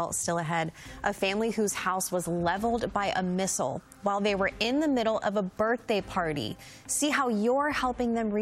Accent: United States; especially for me being from America

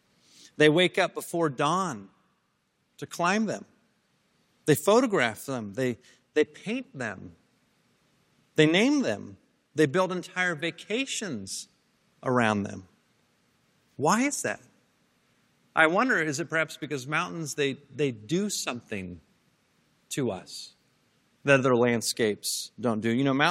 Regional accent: Pasadena, California, United States; I grew up in Pasadena.

